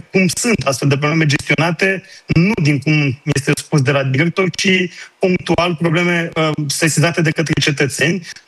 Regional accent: Romania; Și eu sunt român și eu merg cu trenul

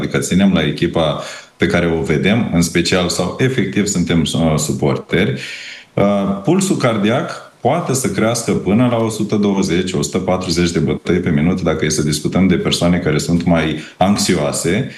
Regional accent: Romania; noi suntem mai protejați ca români

